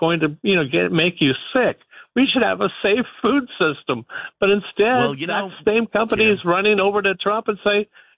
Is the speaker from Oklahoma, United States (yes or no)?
yes; Oklahoma, United States; I grew up in Oklahoma.